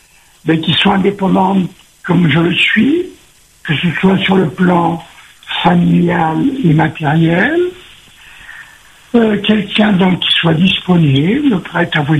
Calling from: Nouvelle-Aquitaine, France; Voilà, j'appelle depuis la métropole. … j'ai 70 ans. Je suis à la retraite, j'habite en Gironde, je suis divorcé

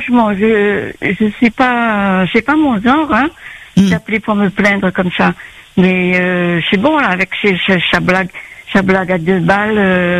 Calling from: Mauritius; De Maurice.

